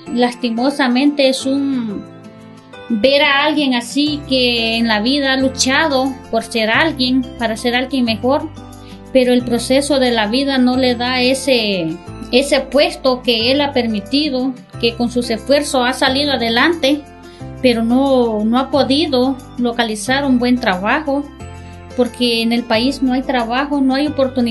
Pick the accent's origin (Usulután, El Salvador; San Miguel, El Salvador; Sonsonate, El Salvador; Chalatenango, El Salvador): Usulután, El Salvador; Ciudad Romero; soy de Ciudad Romero